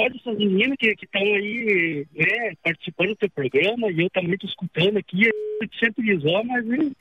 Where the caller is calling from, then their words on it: Três Barras, Santa Catarina, Brazil; moro em Santa Catarina, Três Barras. Só que eu moro no interior, mas é um interior gostoso. Eu moro aqui pertinho da BR-280, dá uns 30 metros a BR